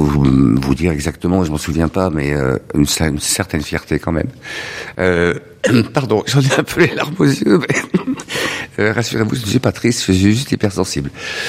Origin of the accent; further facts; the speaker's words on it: Lyon, Auvergne-Rhône-Alpes, France; il y a un ressenti quand on est lyonnais, qu'on a vécu, enfin qu'on a grandi dans le vieux Lyon au milieu de vieilles personnes.